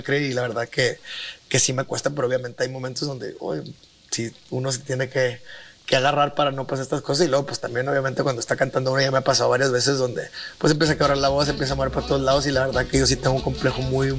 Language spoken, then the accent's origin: Spanish; Mexico; como mexicanos tenemos pocos años que nos volvimos a dar cuenta de lo importante que es el representar nuestra cultura, el representar nuestro país